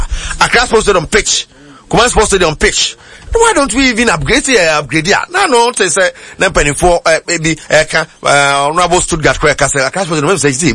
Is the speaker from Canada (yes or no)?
no; Axim, Western Region, Ghana